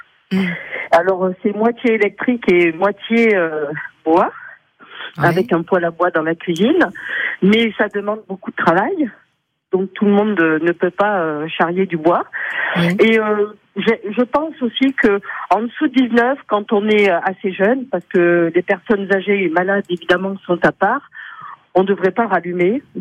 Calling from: Occitanie, France; Moi, j'appelle du Lot, parce qu'on est limitrophe avec la Corrèze

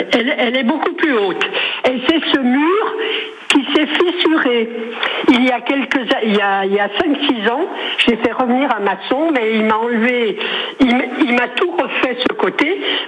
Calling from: Digna, Bourgogne-Franche-Comté, France; D'un petit village qui s'appelle Digna, D-I-G-N-A.

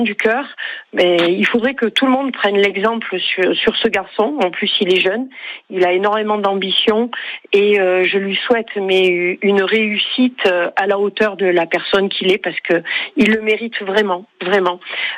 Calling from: Saint-Chély-d'Apcher, Occitanie, France

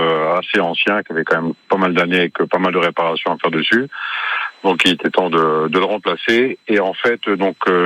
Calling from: Piets-Plasence-Moustrou, Nouvelle-Aquitaine, France; De Piette-Plasance-Moustrou.

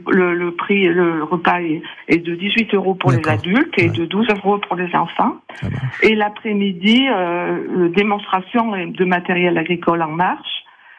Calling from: Chassagne, Auvergne-Rhône-Alpes, France; À Chassagne, en Haute-Loire.

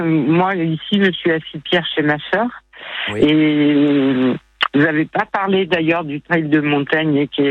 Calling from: Salernes, Provence-Alpes-Côte d'Azur, France; Et moi, normalement, j'habite à Salerne dans le Var.

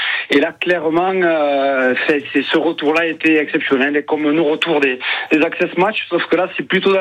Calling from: Occitanie, France; je vis en Haute-Garonne, mais mon cœur est totalement catalan

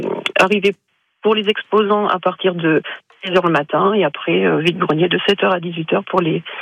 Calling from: Charbonnières-les-Vieilles, Auvergne-Rhône-Alpes, France; De Charbonnières-les-Vieilles, près du Gourd de Tazna

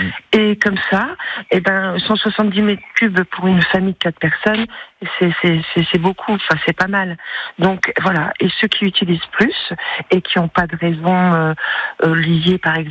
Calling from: Grand Est, France; pas de votre région, mais de Lorraine.

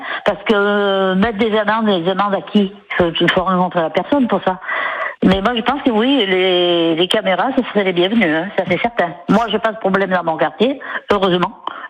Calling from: Mours-Saint-Eusèbe, Auvergne-Rhône-Alpes, France; J'habite à Mours-Saint-Eusèbe. J'habite dans un immeuble qui est tout récent, il a 3-4 ans, c'est tout neuf.

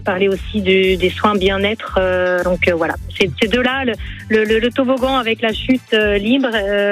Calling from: Saint-Malo, Brittany, France; je travaille à Saint-Malo, je suis de Saint-Malo

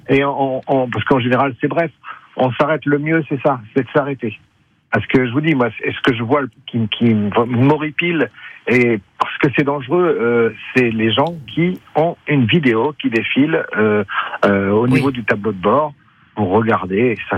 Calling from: Nouvelle-Aquitaine, France; Je vous appelle de Saint-Thierry-la-Perche. Je suis conducteur de bus scolaire et de ligne.

